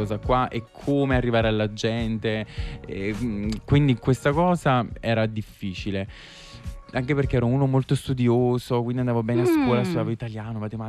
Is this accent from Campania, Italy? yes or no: yes; Marcianise, Campania, Italy; Io sono di Marcianise